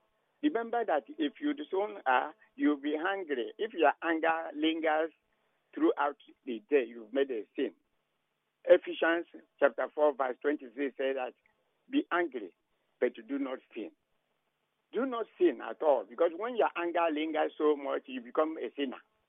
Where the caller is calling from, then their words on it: Nigeria; I'm calling you from Igrute.